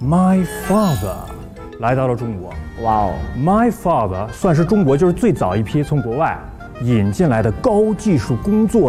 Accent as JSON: {"language": "Chinese", "country": "United Kingdom", "second_language": "Chinese", "moved": "yes", "lives_now": "Beijing, China", "said": "我是来自英国的"}